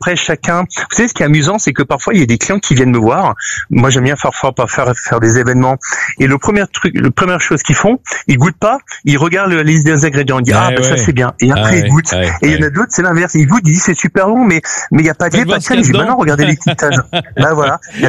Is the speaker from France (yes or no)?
yes; France